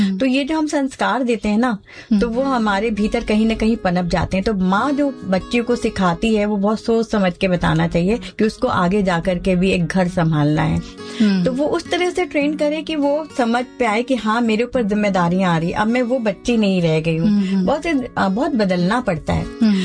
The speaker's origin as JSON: {"language": "Hindi", "town": "Katni", "region": "Madhya Pradesh", "country": "India", "said": "कटनी में पहले मैं मारवाड़ी हूँ, हमारे दादाजी नगर सेठ हुआ करते थे"}